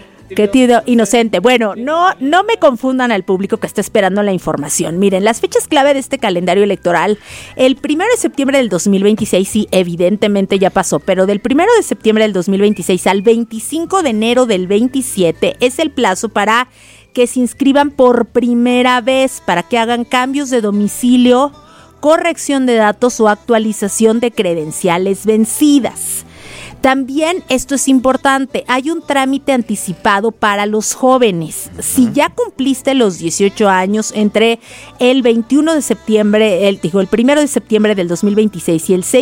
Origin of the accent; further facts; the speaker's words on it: Mexico; como buen mexicano y mexicana, luego vamos el último día, el último momento a formarnos al INE.